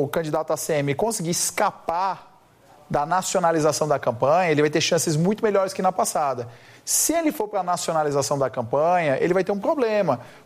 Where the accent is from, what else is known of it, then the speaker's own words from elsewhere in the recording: Fortaleza, Ceará, Brazil; E o Nordeste, infelizmente, eu disse que sou de Fortaleza